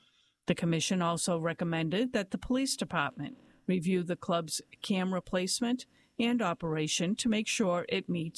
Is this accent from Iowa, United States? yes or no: no; Chelsea, Massachusetts, United States; I grew up in Chelsea. I know what it means to live next door to the waterfront and never truly have access to it.